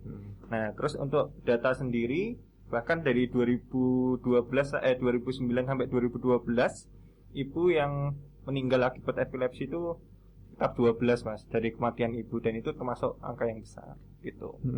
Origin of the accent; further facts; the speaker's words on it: Boyolali, Central Java, Indonesia; now in Yogyakarta, Indonesia; Boyolali, Mas.